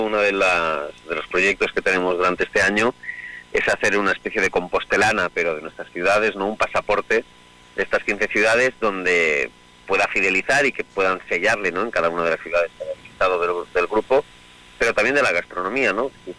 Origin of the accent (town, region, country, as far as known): Spain